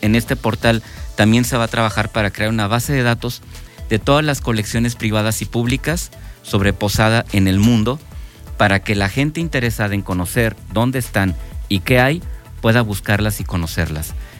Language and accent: Spanish; Mexico; nos representan como mexicanos